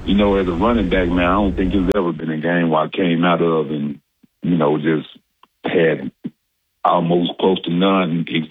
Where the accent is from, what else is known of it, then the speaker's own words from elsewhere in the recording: Arkansas, United States; So growing up in Arkansas, and I would see Arkansas-Texas games